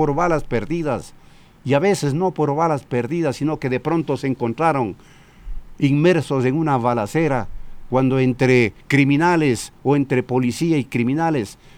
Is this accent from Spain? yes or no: no; Ecuador